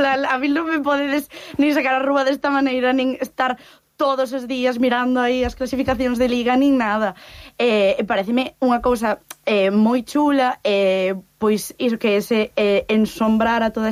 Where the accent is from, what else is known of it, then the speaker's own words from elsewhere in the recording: Galicia, Spain; A ver, eu non son desta cidade, vale? Eu son do Barbanza, así que certo que eu de fútbol cero.